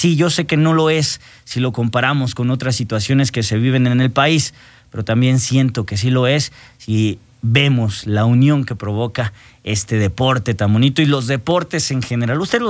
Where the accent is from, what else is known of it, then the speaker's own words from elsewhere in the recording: Mexico; siempre a donde voy soy el más mexicano